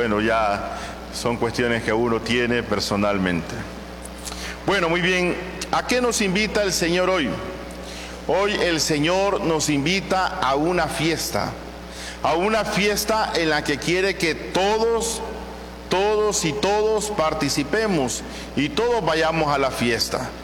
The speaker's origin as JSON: {"language": "Spanish", "town": "Conchagua", "region": "La Unión", "country": "El Salvador", "tie": "born or raised there", "said": "Soy originario de Conchagua"}